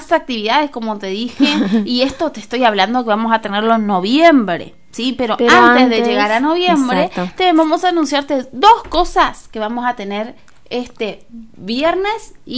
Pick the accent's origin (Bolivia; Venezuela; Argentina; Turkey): Argentina; Curuzú Cuatiá, Corrientes; Como te dije, nosotros somos de una ciudad de Curuzú. Perdón, somos de Curuzú.